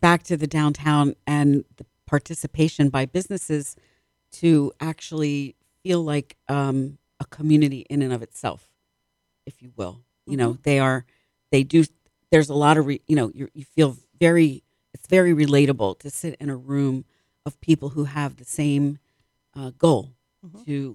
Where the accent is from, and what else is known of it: Pennsylvania, United States; now in Manchester, United States